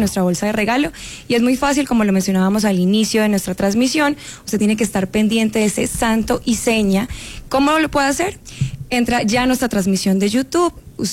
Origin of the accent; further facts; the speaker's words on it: San Andrés and Providencia, Colombia; nos vamos para mi tierra, San Andrés y Providencia, porque si bien no tenemos un mayor número de votantes, sí, estratégicamente es un sitio muy importante, sobre todo para el Caribe colombiano